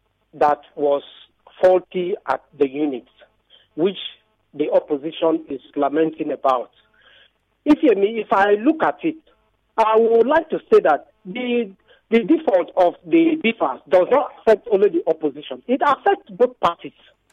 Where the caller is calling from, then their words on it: Bori, Rivers, Nigeria; I'm calling from Bori in Gokana Local Government.